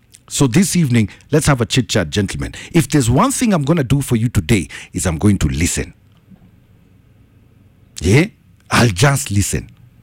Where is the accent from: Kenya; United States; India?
Kenya; As a Kenyan man, when's the last time you said, hey, Bana, I'm tired.